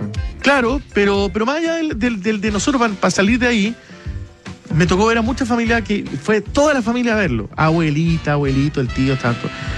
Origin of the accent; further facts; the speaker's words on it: Punta Arenas, Magallanes, Chile; no tan solo con el caso de mi hermano, además que venimos todos de Punta Arenas, a todos le ha costado, somos tres hermanos